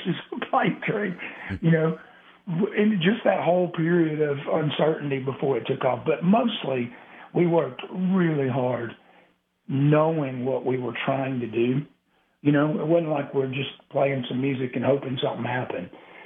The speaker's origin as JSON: {"language": "English", "region": "Texas", "country": "United States", "also_born_or_lived": "Oklahoma", "lives_now": "Nashville, United States", "said": "we're kind of from Texas individually, Texas, Oklahoma, but came here to Nashville to kind of form things."}